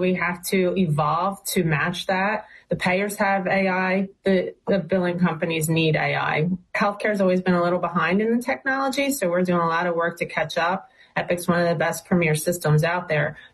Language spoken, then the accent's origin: English; Washington Township, New Jersey, United States; born or raised there